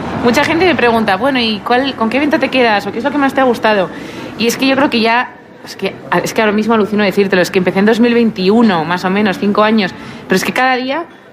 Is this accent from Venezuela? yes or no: no; Ávila, Castile and León, Spain; moved away; cuando todos los aulenses volvemos nos queremos más.